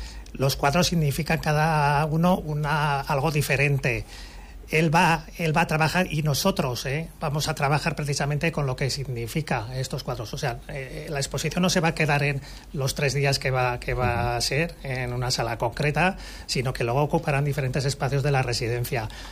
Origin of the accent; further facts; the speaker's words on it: Monreal del Campo, Aragon, Spain; Yo soy de Monreal